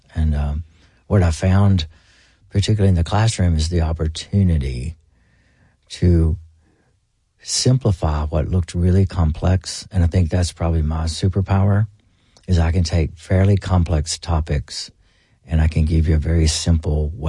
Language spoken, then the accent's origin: English; Boonville, Mississippi, United States; Oh, I grew up in Boonville, Mississippi. Everybody knows everything about everybody. There's only like 8,000 people there in the whole county.